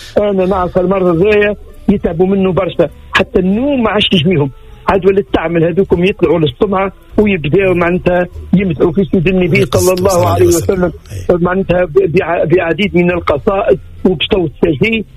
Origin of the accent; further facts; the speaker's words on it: Tunisia; وتعرف احنا عندنا في تونس الجوامع عندنا الكل كانوا يدفنوا الليل